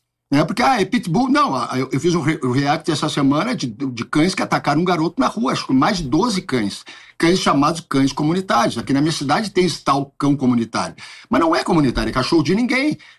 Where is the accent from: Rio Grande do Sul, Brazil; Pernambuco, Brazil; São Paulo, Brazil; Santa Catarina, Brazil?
Rio Grande do Sul, Brazil; Porto Alegre; Eu sou de Porto Alegre